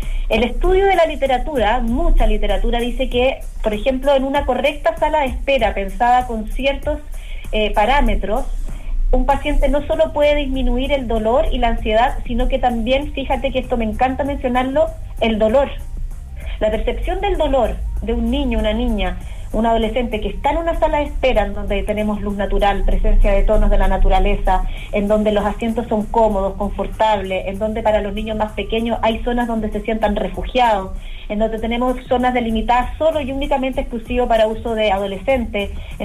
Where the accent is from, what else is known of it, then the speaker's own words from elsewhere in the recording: Santiago, Santiago Metropolitan Region, Chile; yo soy de Santiago